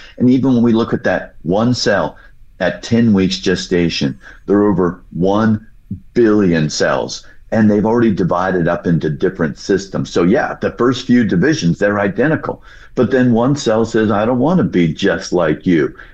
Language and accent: English; New Jersey, United States; moved away as an adult; also born or lived in Florida; I grew up in New Jersey. I was blessed to grow up in a God-fearing Christian home.